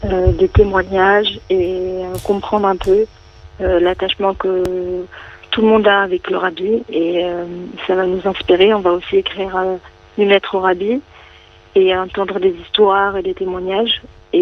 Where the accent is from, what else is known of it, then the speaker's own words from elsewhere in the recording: France; also born or lived in Dubai; now in Marseille, France; on a grandi en France depuis toujours